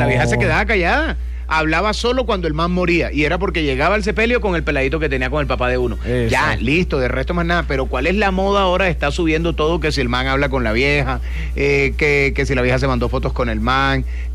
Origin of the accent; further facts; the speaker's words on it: Barranquilla, Atlántico, Colombia; yo no soy de Cartagena, soy de Barranquilla.